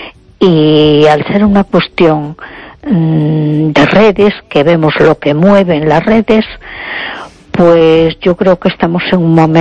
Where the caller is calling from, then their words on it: A Coruña, Galicia, Spain; de Coruña.